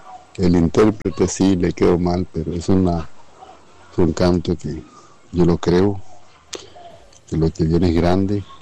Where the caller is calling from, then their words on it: Nicoya, Guanacaste, Costa Rica; Soy de Guanacaste, Mansión Nicoya.